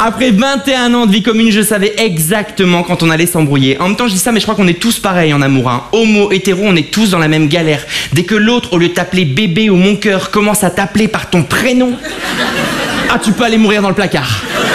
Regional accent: Avion, Hauts-de-France, France; born there; je suis né dans le Pas-de-Calais, dans un village qui s'appelle Avion, près de Lens.

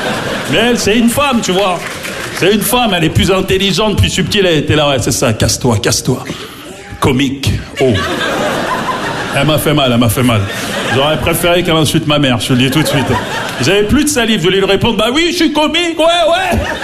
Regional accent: Maisons-Alfort, Île-de-France, France; parce que j'ai grandi à Maison Alfort, en plus, tu vois, dans le 9-4, tu vois, j'ai grandi...

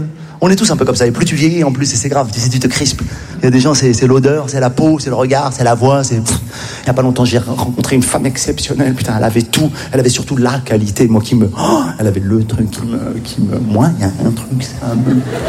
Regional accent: Morocco

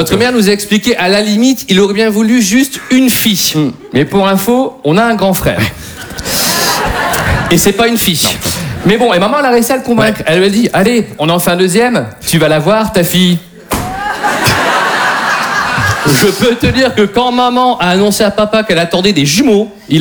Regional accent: Hauts-de-France, France; Et je vous rappelle qu'on est du Nord.

